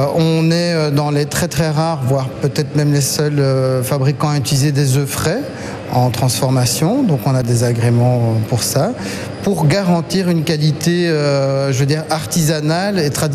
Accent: Belgium; born there; Mes parents sont italiens, mais moi je suis belge, je suis né ici.

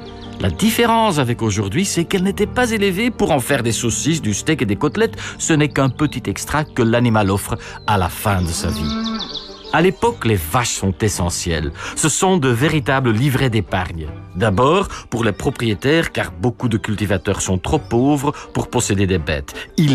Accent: Flanders, Belgium; dans la campagne, de Kempen, comme on dit nous, là d'où je viens, la région à l'est d'Anvers

